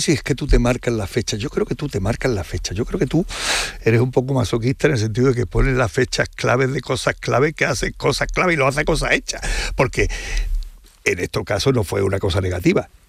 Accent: Andalusia, Spain; el afecto que le tengo a mi tierra, Andalucía

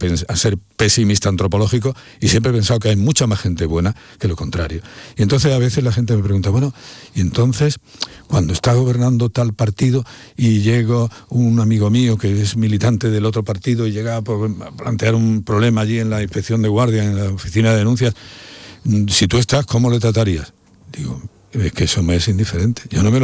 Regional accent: Pontevedra, Galicia, Spain; born there; Y cuando le doy la vuelta, pone nacido en Pontevedra.

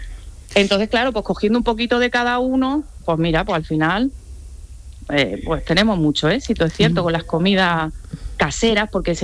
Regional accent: Barcelona, Catalonia, Spain; Yo vine de Barcelona. Yo aprendí pues todo lo que son las comidas de aquí

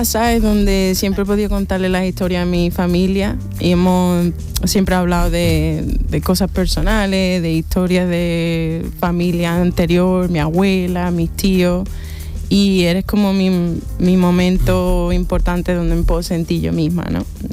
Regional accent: Spain; also born or lived in United States; Y lo más importante fue que yo he nacido aquí, me he criado aquí, he estado escuchando flamenco toda mi vida.

